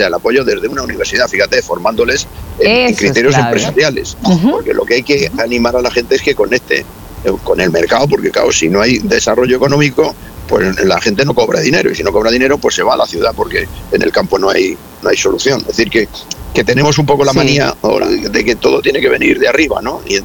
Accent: Spain; en mi país, que es España

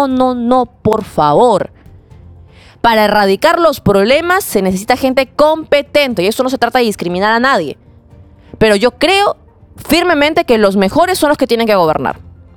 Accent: Peru; nosotros, como peruanos

